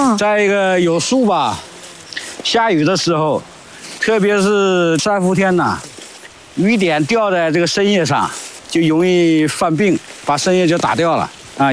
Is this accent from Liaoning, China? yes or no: yes; Benxi, Liaoning, China; 我从小生活在这，非常的爱这片山水，